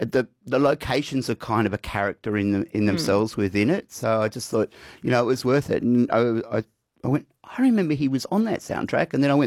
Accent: Australia; But yeah, The Straits is it was a crime drama, but being Aussie, of course, darkly funny.

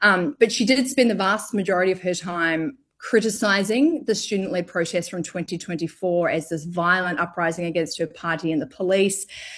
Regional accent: Melbourne, Victoria, Australia; now in New Delhi, India; I'm from Melbourne, so I'm used to a lovely dry heat.

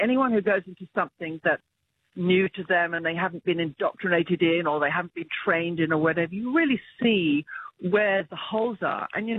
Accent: England, United Kingdom; now in Australia; I grew up in England, so I didn't grow up particularly with skincare protocols.

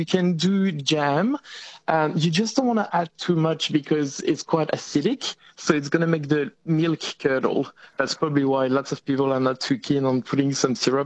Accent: France; Probably as a kid, you know, growing up in France, you kind of have to love hot chocolates, don't you?

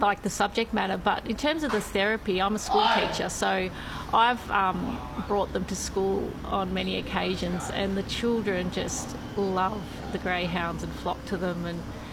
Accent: Melbourne, Victoria, Australia; moved away as an adult; now in Irymple, Australia; I was from Melbourne and just looking to move regional

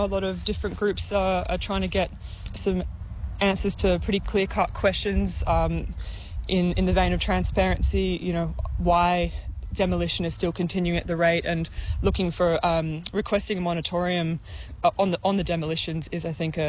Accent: New South Wales, Australia; Well, I grew up here. I grew up in the Northern Rivers, and I came back after witnessing the floods when I was living overseas

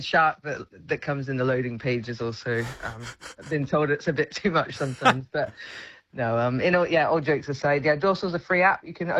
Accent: Western Australia, Australia; now in Byron Bay, Australia; I grew up in Western Australia, so I've seen quite a few larger size sharks there. Uh-huh. I'm also up in Byron Bay, which I've seen a few up here too.

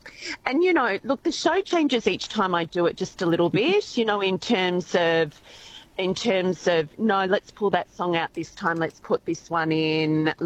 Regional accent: Port Fairy, Victoria, Australia; I grew up in Port Fairy

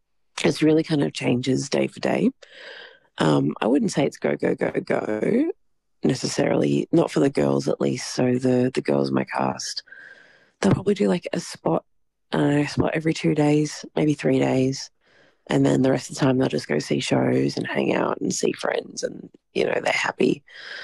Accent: Broome, Western Australia, Australia; I'm from Broome

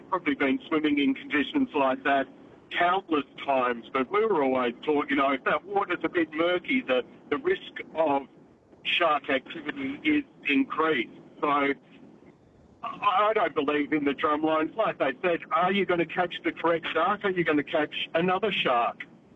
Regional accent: Perth, Western Australia, Australia; I'm a Perth boy, so I grew up on Swanbourne Beach and then down at Mantra as well.

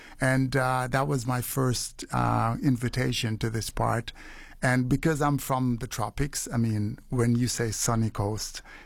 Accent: Jamaica; now in Australia; we hail from Jamaica with, you know, the roots, and it's a part of our, I guess, our genes, you know.

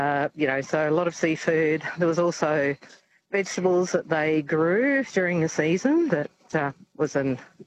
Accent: Queensland, Australia; now in New South Wales, Australia; I'm in enemy territory. I'm a Queenslander in New South Wales now.

